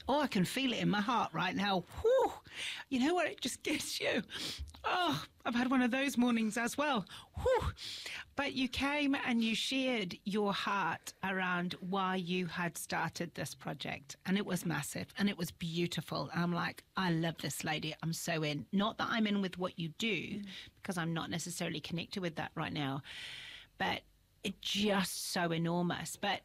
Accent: Yorkshire and the Humber, United Kingdom; moved away

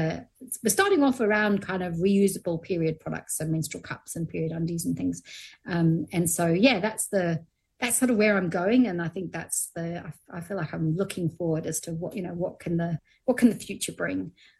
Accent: New Zealand; Oh, being New Zealander of the year, that was kind of amazing.

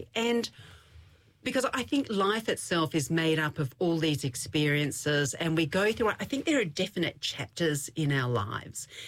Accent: Melbourne, Victoria, Australia; now in New Zealand; Probably because you may pick it up in my accent that I'm from Australia. So I'm a Melbourne girl originally. I am a New Zealand citizen. I married an amazing Kiwi man, Nook, my husband.

